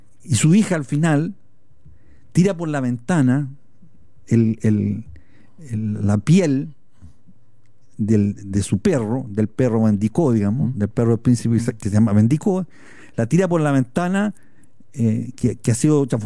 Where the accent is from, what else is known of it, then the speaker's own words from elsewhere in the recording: Maule, Chile; moved away as an adult; also born or lived in Santiago, Chile; siempre me tiró el Maule, siempre me atrajo. Mientras estuve en Santiago, que estuve 20 años, siempre yo volvía, retornaba, iba cada 15 días, iba cada semana, digamos. Pasaba mis vacaciones allá.